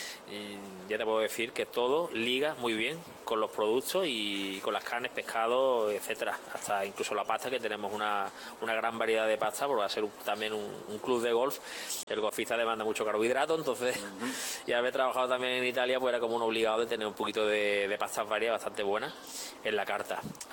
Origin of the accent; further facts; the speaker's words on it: Málaga, Andalusia, Spain; en Málaga, yo soy malagueño, pues allí en calle Bailén tenía a mi abuela a la casa